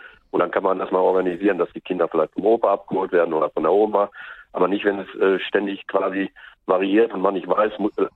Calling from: North Rhine-Westphalia, Germany; Ich rufe aus Hölle, war in der Nähe von Paderborn

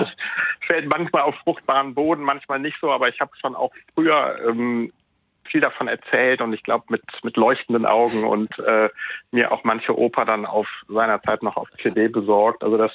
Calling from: Cologne, North Rhine-Westphalia, Germany; ich rufe als Kölner natürlich mit einem lachenden und einem weinenden Auge

